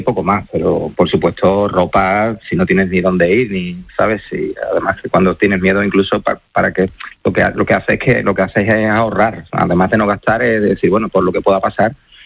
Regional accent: Ceuta, Spain; primero somos los caballas, somos españoles

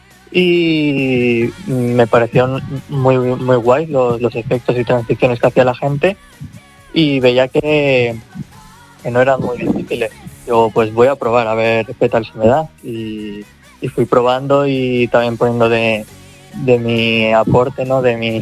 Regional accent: Castellón de la Plana, Valencian Community, Spain; Bueno, porque yo soy de Castellón

